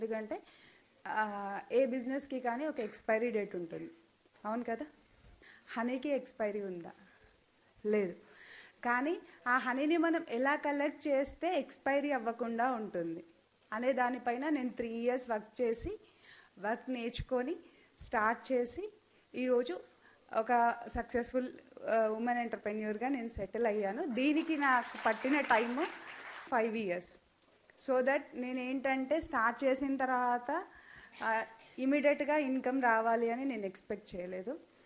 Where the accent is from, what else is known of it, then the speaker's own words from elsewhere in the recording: Karimnagar, Telangana, India; నేను కరీంనగర్ నుంచి వచ్చాను. … నేను ఒక ఉమెన్ ఫార్మర్ని.